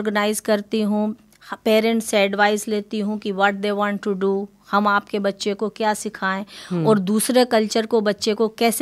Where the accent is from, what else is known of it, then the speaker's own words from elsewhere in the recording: Harda, Madhya Pradesh, India; moved away as an adult; now in Australia; मैं मध्य प्रदेश से हूँ। मध्य प्रदेश के पास भोपाल के पास एक छोटा सा शहर है, उसका नाम है हरदा। वो हरदा से मैं बिलोंग करती हूँ